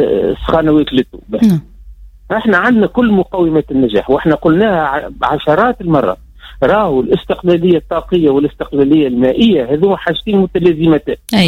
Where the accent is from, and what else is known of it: Tunisia